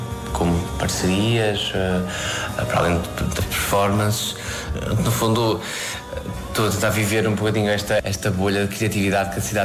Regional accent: Porto, Norte, Portugal; also born or lived in Horta, Azores / Barcelona / Berlin / France; Eu cresci no Porto, ou seja, quase toda a minha vida vivi no Porto, apesar de depois ter vivido em Barcelona

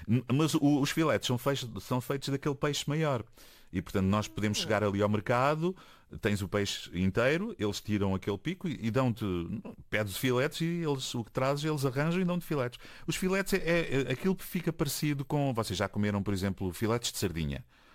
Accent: Algarve, Portugal; now in Olhão, Portugal; eu sou algarvio, mas do outro lado da costa oeste

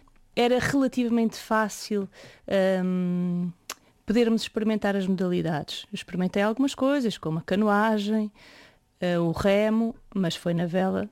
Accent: Lisbon, Portugal; moved away as an adult; now in Faial, Portugal; Eu nasci em Lisboa, portanto, acabei por estudar em casa.

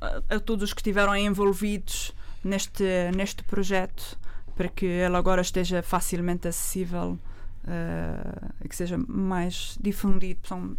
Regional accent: Azores, Portugal; Sou açoriana também

